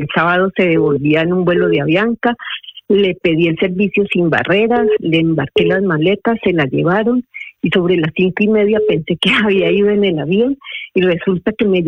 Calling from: Madrid, Community of Madrid, Spain; de Madrid.

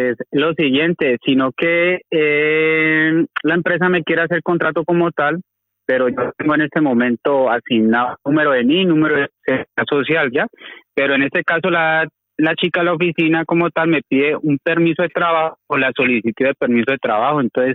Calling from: Madrid, Community of Madrid, Spain; Hablas con … desde aquí en Madrid.

